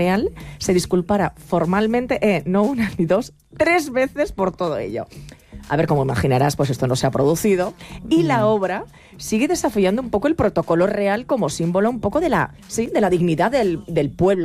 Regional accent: Aragon, Spain; Tú sabes que yo soy maña.

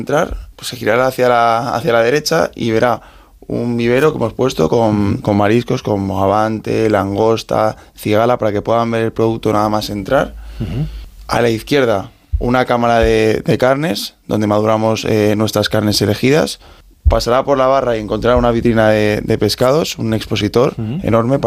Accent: Galicia, Spain; now in Madrid, Spain; esa naturaleza, vamos, propia de Galicia y propia de mi pueblo del interior, que es Pudenza. Y eso es lo que queremos transmitir, lo que queremos traer aquí a Madrid, ese rinconcito de Galicia.

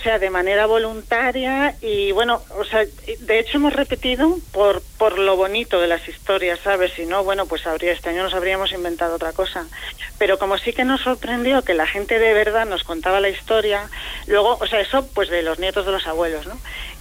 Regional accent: Madrid, Community of Madrid, Spain; accent: castizo; igual me notas el acento un poco castizo porque soy de Madrid o de Madrid Chamberí.

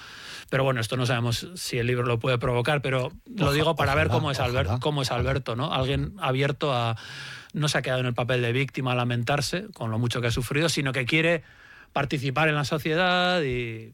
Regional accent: San Sebastián, Basque Country, Spain; yo soy de Donostiarra del 76, pero yo creo que los que fuimos niños en los 80... los niños vascos de los 80 todos nos decían

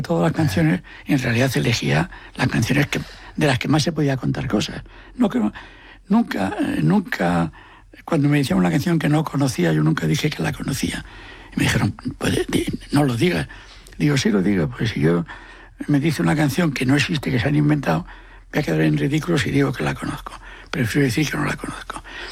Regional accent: Asturias, Spain; Como yo soy asturiano, digo, ¿de dónde?

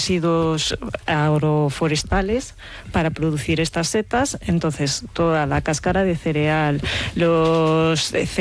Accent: Valladolid, Castile and León, Spain; Soy de Valladolid

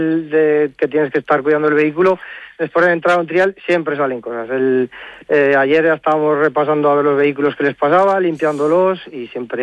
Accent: Cella, Aragon, Spain; somos prácticamente todos de Cella.

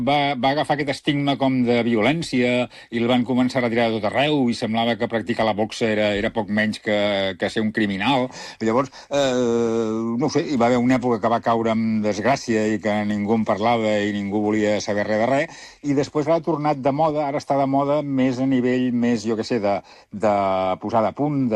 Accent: Reus, Catalonia, Spain; Però sí que és cert que quan jo era petit, a Reus hi havia, i de fet a molts llocs de Catalunya passava, hi havia matinals de boxa

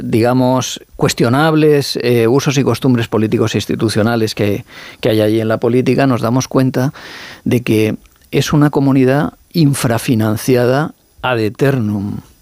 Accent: Valencian Community, Spain; Y soy alicantino, o sea, valenciano.

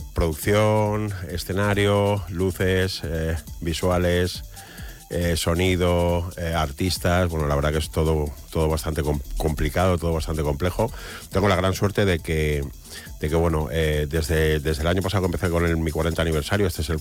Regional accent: Toledo, Castilla-La Mancha, Spain; celebrar mis aniversarios en mi ciudad, soy muy toledano

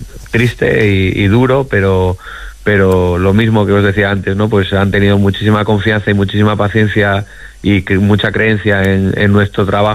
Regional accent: Asturias, Spain; es curioso que estás haciendo un camino muy parecido al de mi padre en Gijón, tú aquí en Cantabria, siendo el cántabro y yo asturiano.

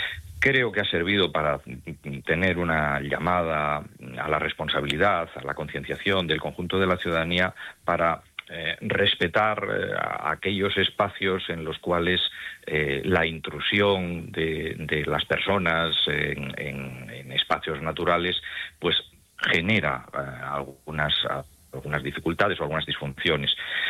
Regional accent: Asturias, Spain; pues en mi tierra, en Asturias.

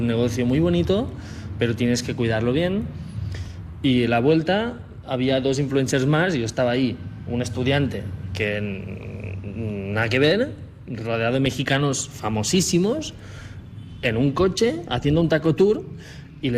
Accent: Spain; y con qué criterio voy a recomendar yo, como un español que apenas ha probado comida, comida mexicana.

